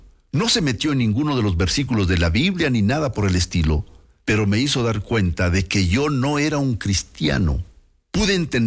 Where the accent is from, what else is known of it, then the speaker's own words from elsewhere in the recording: England, United Kingdom; soy de Inglaterra y creo en Dios.